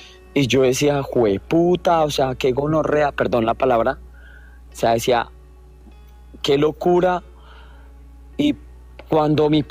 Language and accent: Spanish; Bogotá, Colombia; Yo soy de Bogotá, de mi bella Bogotá, Colombia.